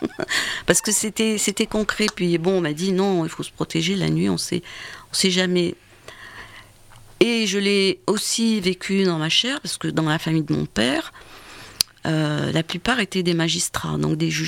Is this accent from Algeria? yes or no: yes; Algeria; Et ça n'a pas marché, parce que on n'est pas des Arabes, on est des Amazirs. Ça, je le répète. Et je crois que 95% des Algériens sont Amazirs.